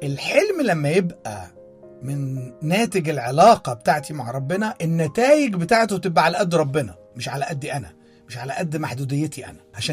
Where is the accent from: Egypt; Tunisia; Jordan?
Egypt; المشروب دوت مشهور جدا عندنا في مصر.